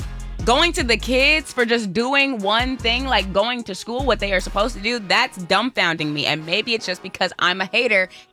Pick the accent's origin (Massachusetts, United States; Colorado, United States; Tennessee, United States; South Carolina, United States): South Carolina, United States; born or raised there